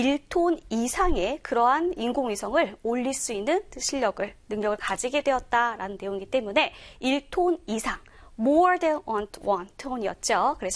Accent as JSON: {"language": "Korean", "country": "South Korea", "said": "한국인으로서"}